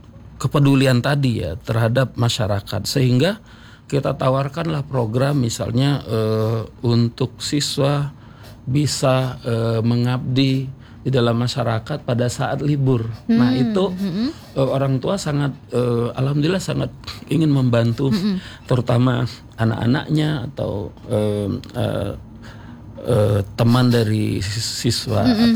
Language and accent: Indonesian; Bogor, West Java, Indonesia; kita berasal dari Bogor